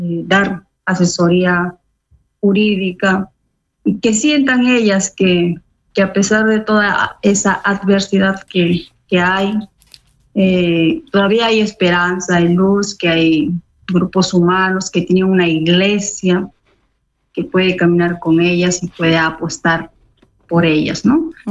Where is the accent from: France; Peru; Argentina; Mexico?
Peru; Yurimaguas, Loreto; also born or lived in Vitoria-Gasteiz, Spain; un abrazo amazónico, peruano, selvático, desde Yurimaguas